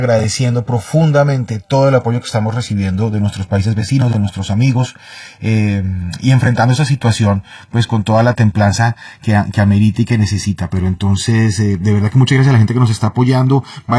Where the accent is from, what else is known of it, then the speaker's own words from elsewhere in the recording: Colombia; Por fortuna, en casa, en la familia, todos bien. En Bogotá, una afectación mínima, pero en otras regiones de mi país, sí